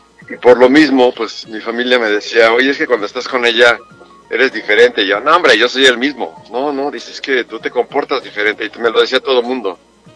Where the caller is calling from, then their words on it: Mexico City, Mexico; Aquí de la Ciudad de México.